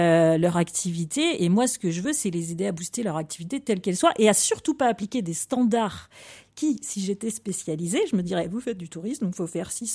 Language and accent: French; Sainte-Hermine, Pays de la Loire, France; also born or lived in Luçon; moi, je suis de Saint-Hermine.